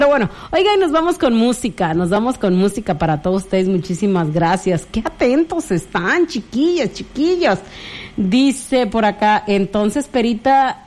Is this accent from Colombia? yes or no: no; Mexico; now in United States; Yo creo que nosotros como mexicanos traemos la camisa bien puesta